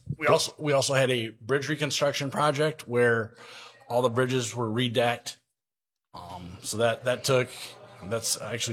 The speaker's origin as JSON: {"language": "English", "town": "Grand Rapids", "region": "Michigan", "country": "United States", "tie": "born or raised there", "said": "So I actually started off, I grew up in the Grand Rapids area. My family is big into golf."}